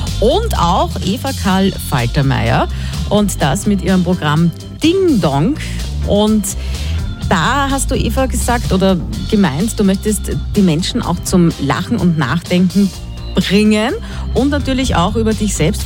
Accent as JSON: {"language": "German", "country": "Austria", "said": "ich bin auch Schasauger, sagt man ja bei uns in Österreich."}